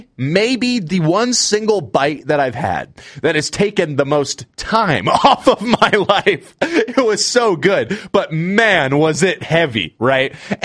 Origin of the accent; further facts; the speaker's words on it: Manson, Washington, United States; I was working at a sandwich shop at my home in my hometown of Manson, Washington